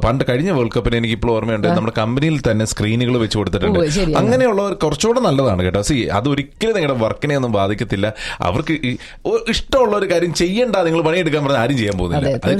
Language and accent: Malayalam; Kerala, India; now in Dubai, United Arab Emirates